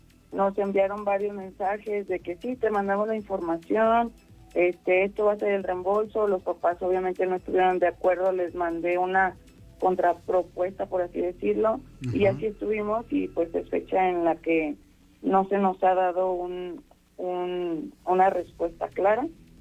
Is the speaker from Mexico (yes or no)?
yes; León, Guanajuato, Mexico; aquí nosotros somos de aquí de León